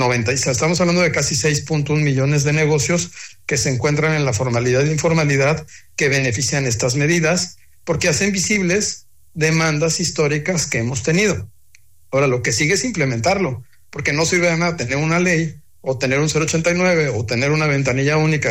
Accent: Tijuana, Baja California, Mexico; Tijuana, de donde somos nosotros, ahí de Tierra Bendita, también fronterizo, donde empieza la patria.

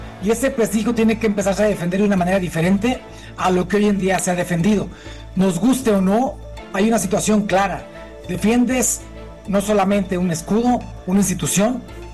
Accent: Mexico; todos como mexicanos, como aficionados, como gente involucrada en nuestro fútbol

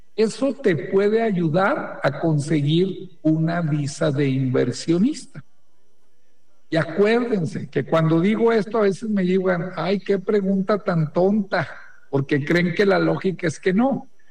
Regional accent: Mexico; hay que ir a demostrar que somos los mexicanos, ¿verdad?

